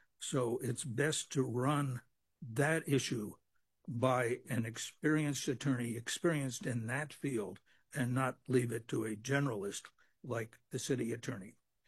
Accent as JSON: {"language": "English", "town": "Juneau", "region": "Alaska", "country": "United States", "said": "I'm from North Douglas."}